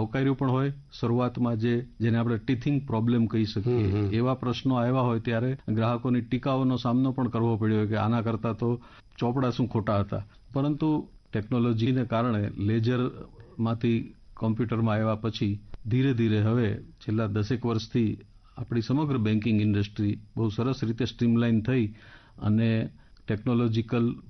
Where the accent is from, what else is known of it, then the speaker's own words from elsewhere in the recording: Bhavnagar, Gujarat, India; moved away as an adult; also born or lived in Morbi; 1985માં મારે ઘરથી દૂર, કારણ કે મારું વતન ભાવનગર અને ભાવનગરથી મારે મોરબી મુકામે બેંકમાં હાજર થવાનું થયું, તો એ સમયે સ્વાભાવિક છે કે 19 વર્ષની ઉંમર પહેલીવાર ઘર છોડ્યાનો પ્રસંગ હોય